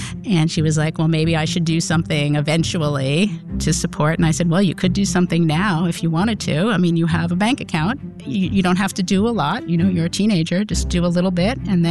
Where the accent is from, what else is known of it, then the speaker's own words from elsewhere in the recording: Norwich, Vermont, United States; from Norwich, Vermont.